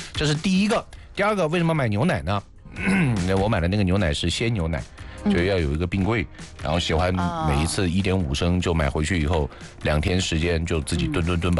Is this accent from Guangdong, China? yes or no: no; Hunan, China; moved away as an adult; also born or lived in Anhui; 我是湖南人。